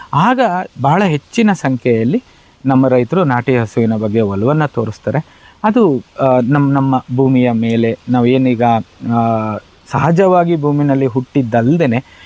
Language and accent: Kannada; Mysore, Karnataka, India; ಅಂದರೆ ನನ್ನ ಊರು ಈಗ ಮೈಸೂರಲ್ಲಿದೆ, ಮೈಸೂರು ಸುತ್ತಮುತ್ತ ಇರೋವಂಥ ಏನು ಹಸುಗಳಿದೆ